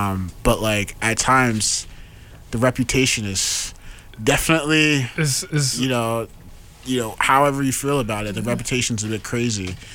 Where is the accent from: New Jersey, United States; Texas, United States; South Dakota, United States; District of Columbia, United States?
New Jersey, United States; Monmouth County; where I live in New Jersey, I live in Central Jersey, about 30 minutes.